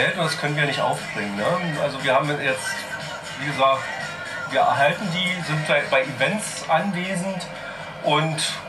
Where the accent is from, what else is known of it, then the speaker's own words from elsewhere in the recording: Brandenburg an der Havel, Brandenburg, Germany; Ja, ich komme ja aus Brandenburg, der Stadt im Land.